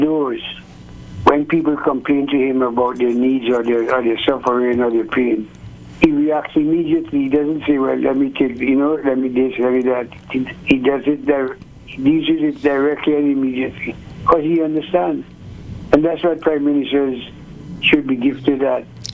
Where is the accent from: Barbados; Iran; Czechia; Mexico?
Barbados; Bridgetown, Saint Michael; also born or lived in Kingston, Jamaica; So I'm not from Oxford, Maxie. I'm from Bridgetown and Kingston.